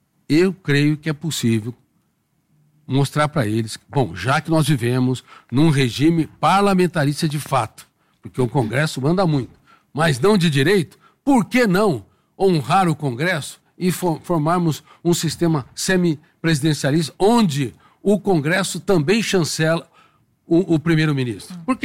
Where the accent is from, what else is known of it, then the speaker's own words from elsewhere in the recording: Colina, São Paulo, Brazil; born there; Por exemplo, na minha querida cidade, onde eu nasci, Colina.